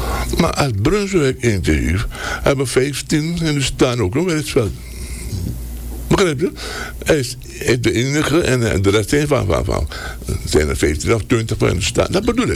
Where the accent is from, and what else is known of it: Suriname